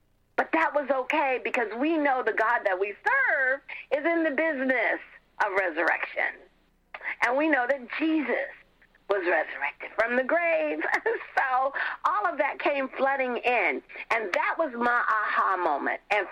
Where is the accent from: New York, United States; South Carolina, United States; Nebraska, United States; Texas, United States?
New York, United States; New York City; I grew up in Harlem.